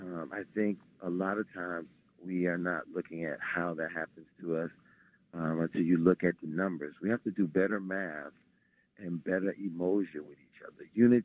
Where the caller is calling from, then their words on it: Philadelphia, Pennsylvania, United States